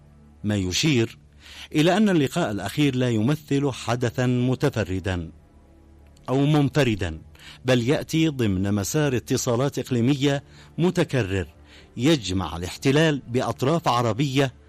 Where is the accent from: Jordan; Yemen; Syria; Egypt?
Yemen; عندما شنوا العدوان على بلادنا اليمن